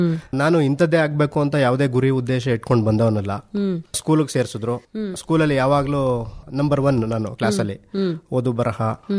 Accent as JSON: {"language": "Kannada", "town": "Kuppegala", "region": "Karnataka", "country": "India", "tie": "born or raised there", "also_born_or_lived": "Mysuru", "moved": "yes", "lives_now": "Hassan, India", "said": "ನಂದು ಮೂಲತಃ ಮೈಸೂರಿನ ಕುಪ್ಪೆಗಾಲ ಅಂತ ಒಂದು ಕುಗ್ರಾಮ."}